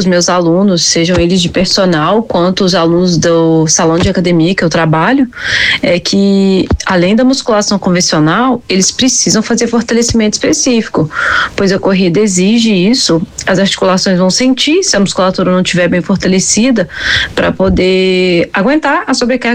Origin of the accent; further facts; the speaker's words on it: Minas Gerais, Brazil; moved away; A prova foi até em Minas Gerais, em minha cidade natal.